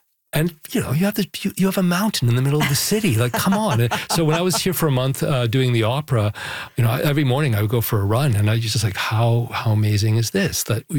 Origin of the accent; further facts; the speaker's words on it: West Coast, Canada; when we came to Canada, most of them settled here. So I've spent summers here and a lot of time in the city. And even though I was raised on the West Coast, I really have a strong attachment.